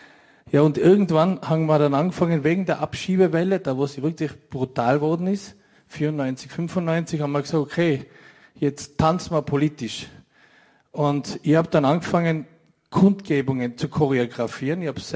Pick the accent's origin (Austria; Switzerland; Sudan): Austria; Innsbruck, Tyrol; Ich bin im Z6 im Jugendzentrum aufgewachsen. Und 1994, also ich bin 77 geboren